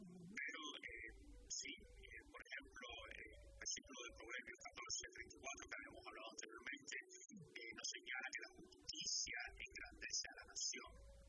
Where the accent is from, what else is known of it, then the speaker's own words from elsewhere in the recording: Cuba; now in United States; yo digo, soy cubano